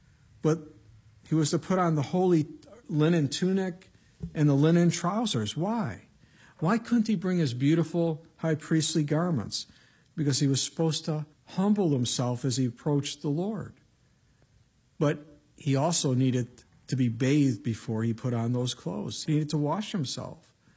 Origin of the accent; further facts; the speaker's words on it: Missouri, United States; I'm like from Missouri, the show me state.